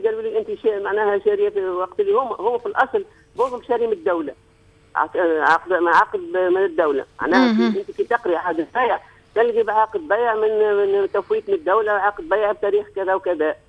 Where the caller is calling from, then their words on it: Jendouba, Jendouba Governorate, Tunisia; من جندوبة.